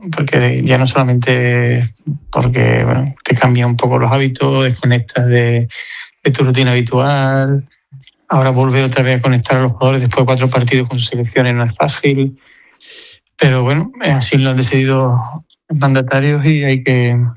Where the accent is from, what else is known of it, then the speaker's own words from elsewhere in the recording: San Fernando, Andalusia, Spain; me dediqué un tiempo a reflotar al club de mi pueblo, San Fernando